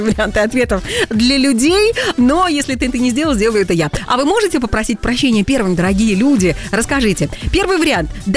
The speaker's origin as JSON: {"language": "Russian", "country": "Belarus", "said": "мы, белорусы, очень толерантный народ. Очень такой народ душевный."}